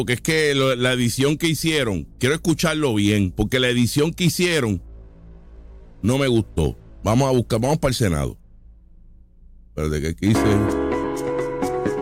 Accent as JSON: {"language": "Spanish", "country": "Puerto Rico"}